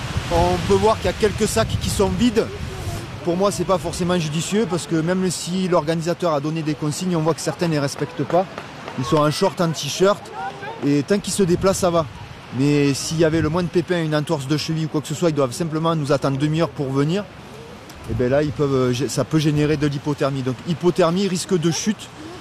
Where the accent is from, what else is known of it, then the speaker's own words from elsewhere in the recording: Provence-Alpes-Côte d'Azur, France; je suis un natif du Mont Ventoux, donc ici je suis chez moi.